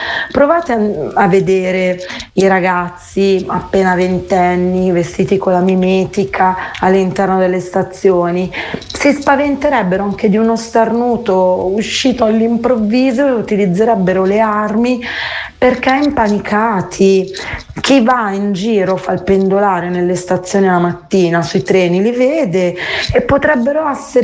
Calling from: Monza, Lombardy, Italy; da Monza.

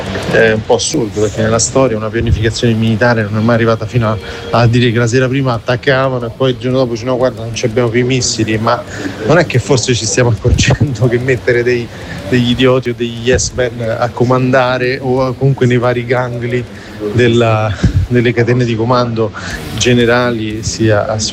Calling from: Rome, Lazio, Italy

